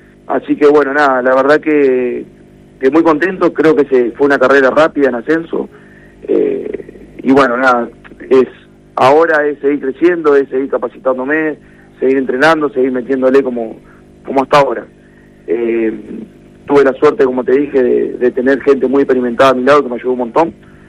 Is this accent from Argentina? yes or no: yes; Santa Fe, Argentina; de Santa Fe, Barrio Roma. Nací, me crié ahí y sigo viviendo en el barrio. Difícil de pegarse de ese lugar.